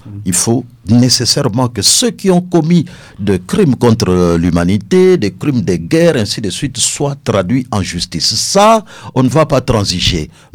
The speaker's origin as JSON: {"language": "French", "country": "DR Congo", "said": "Nous sommes Congolais, nous avons toutes les capacités qu'il faut, toutes les compétences."}